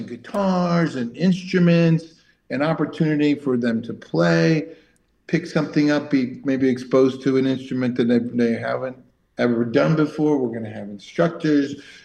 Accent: Bloomington, Minnesota, United States; born there; also born or lived in Richfield; I was born in Bloomington. Lived in Richfield

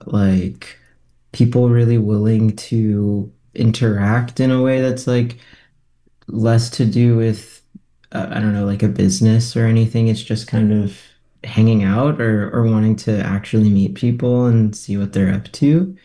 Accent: Winter Garden, Florida, United States; moved away as an adult; now in Winnipeg, Canada; Winter Garden. It's like a little bit, like maybe 20 minutes drive from Disney. So pretty like Central Florida area. Okay. I moved to Winnipeg almost 3 years ago.

